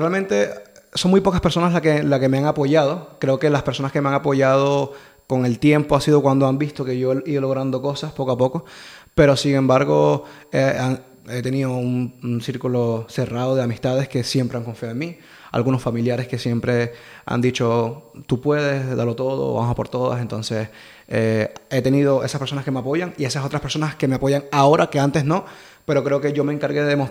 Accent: Venezuela; now in Gran Canaria, Spain; soy venezolano, pero ya siento que soy parte también de las Islas Canarias.

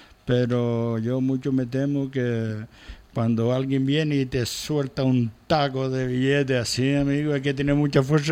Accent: Spain; Soy español.

